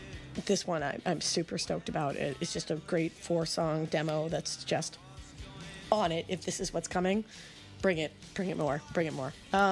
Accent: Scotland, United Kingdom; being Scottish

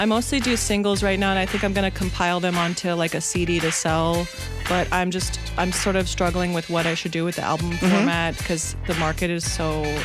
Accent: Minneapolis, Minnesota, United States; now in Los Angeles, United States; I'm from the Twin Cities originally, so I moved to L.A.

